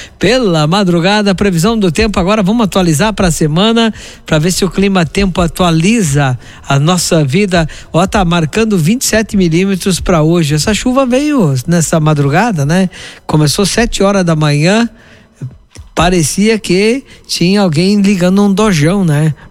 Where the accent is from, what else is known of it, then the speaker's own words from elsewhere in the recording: Paraná, Brazil; moved away; lá na minha terra, no Paraná